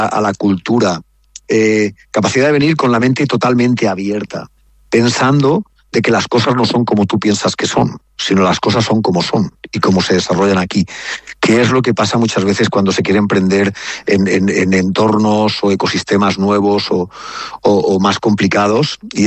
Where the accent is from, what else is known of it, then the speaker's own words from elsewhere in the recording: Petrer, Valencian Community, Spain; now in Guangzhou, China; aunque yo sea de Petrel y trabaje mucho por Petrel